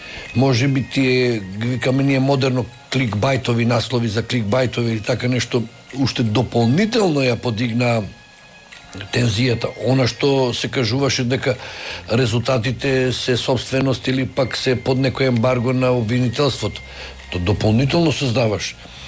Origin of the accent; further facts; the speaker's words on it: Gostivar, Polog, North Macedonia; Јас сум од Гостивар.